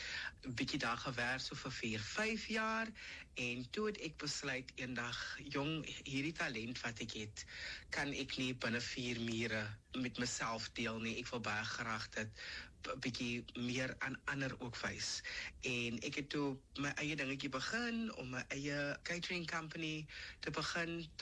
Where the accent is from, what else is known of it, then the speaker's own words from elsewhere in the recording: Bellville, Western Cape, South Africa; 36 jaar oud. En ek het my hele lewe lank het ek groot geword in die Belleville area, daar skool gegaan by tegniese skool